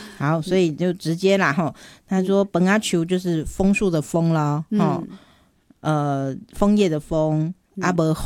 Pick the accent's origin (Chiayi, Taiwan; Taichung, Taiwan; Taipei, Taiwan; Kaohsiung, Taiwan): Kaohsiung, Taiwan; 我们的家乡歌雄，有一个鸟松